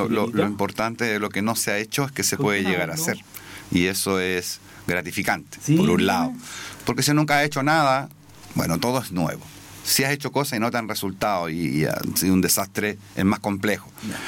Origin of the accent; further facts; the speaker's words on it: Colbún, Maule, Chile; somos todos aquí de Colbún. Todos queremos Colbún